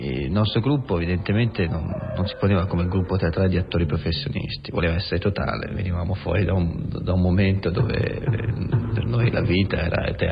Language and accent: Italian; Tuscany, Italy; forse proprio perché siamo toscani